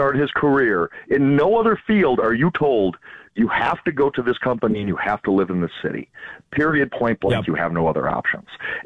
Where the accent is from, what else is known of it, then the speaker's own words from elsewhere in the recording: Wisconsin, United States; I grew up in Wisconsin